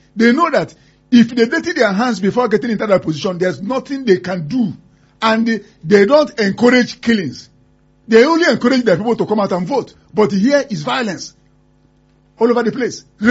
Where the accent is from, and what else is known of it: Nigeria